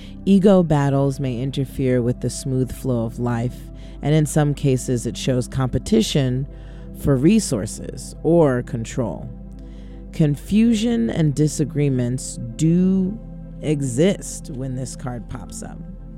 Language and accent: English; North Carolina, United States; accent: North Carolina; I don't know why I pull out my North Carolina accent when I'm being silly or I hide it.